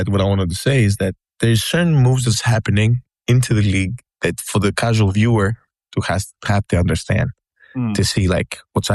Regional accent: Greece; also born or lived in Europe; I grew up in Europe. I was born and raised in Greece, bro.

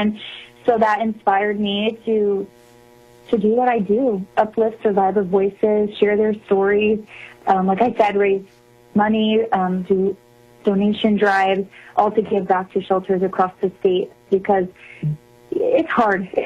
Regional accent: Kansas City, Missouri, United States; I'm from the Kansas City area. I went to school in Northwest Missouri up at Northwest Missouri State.

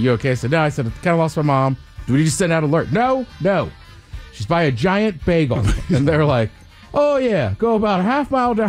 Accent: College Park, United States; Because I grew up in College Park, so there's like parties all over, even like the neighborhood I grew up on a Saturday night.

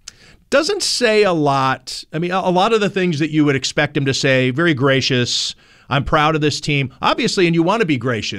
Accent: Buffalo, New York, United States; I love my hometown. I'm so proud of being from Buffalo.

